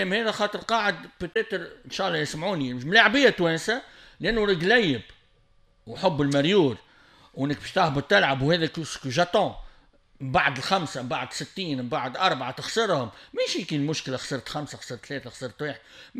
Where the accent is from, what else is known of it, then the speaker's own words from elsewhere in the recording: Tunisia; اوبتيميست بحكم اني تونسي اكيد